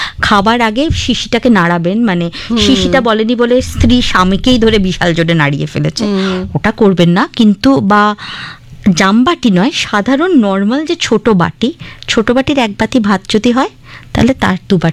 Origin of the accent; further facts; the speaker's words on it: Bangladesh; আমাদের সুজলা সুফলা বাংলাদেশে